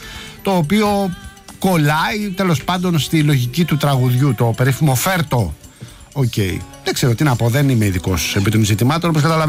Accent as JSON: {"language": "Greek", "town": "Rafina", "region": "Attica", "country": "Greece", "tie": "born or raised there", "said": "Καλημέρα στο φίλο μου τον Πάνο εκεί από την πατρίδα μου τη Ραφίνα."}